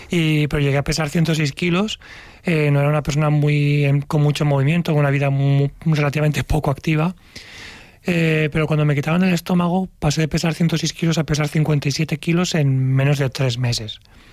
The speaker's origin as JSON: {"language": "Spanish", "town": "Valencia", "region": "Valencian Community", "country": "Spain"}